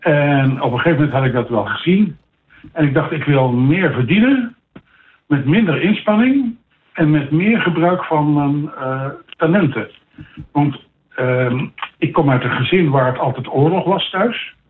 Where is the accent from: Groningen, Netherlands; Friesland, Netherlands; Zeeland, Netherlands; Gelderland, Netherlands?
Zeeland, Netherlands; Vlissingen; born there; now in Westdorpe, Netherlands; ik ben geboren in Vlissingen. En dat is natuurlijk een hele maritieme stad.